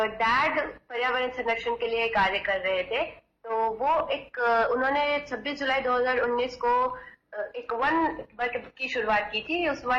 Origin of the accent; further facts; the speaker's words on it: Kanpur, Uttar Pradesh, India; now in Bacheli, India; और मैं बेसिकली तो मैं यूपी से बिलोंग करती हूँ, कानपुर से हूँ मैं, बट हम यहाँ शिफ्ट कर गए थे दंतेवाड़ा बचेली में